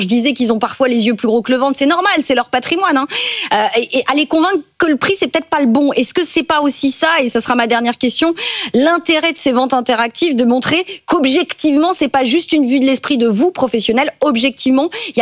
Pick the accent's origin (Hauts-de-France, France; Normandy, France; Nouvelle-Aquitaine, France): Normandy, France; Pas moi, je suis plutôt normande.